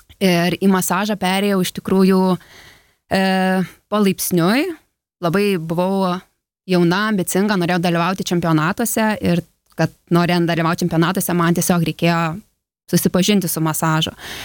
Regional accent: Druskininkai, Alytus County, Lithuania; Kadangi užaugau Druskininkuose

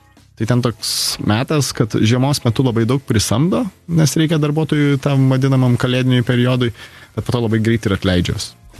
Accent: Šilutė, Klaipėda County, Lithuania; moved away as an adult; aš esu iš Šilutės, tai gyvenau visą laiką Šilutį

